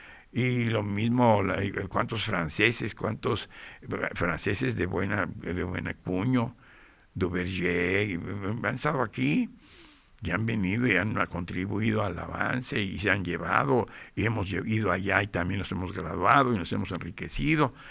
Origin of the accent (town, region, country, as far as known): Mexico